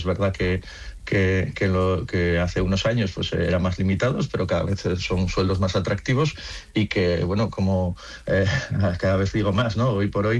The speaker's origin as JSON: {"language": "Spanish", "region": "Asturias", "country": "Spain", "moved": "as an adult", "lives_now": "Zaragoza, Spain", "said": "yo soy asturiano, yo vine a vivir aquí en el año 2000 y me fui a Lactur"}